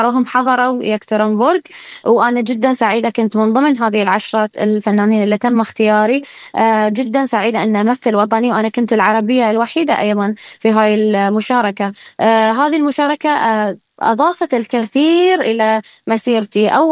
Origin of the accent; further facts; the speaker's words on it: Bahrain; البحرين الوطن الأرض هي اللي تلهمني دائما. حتى المنزل اللي أنا عشت فيه هو منزل جدتي، المكان اللي أنا تربيت فيه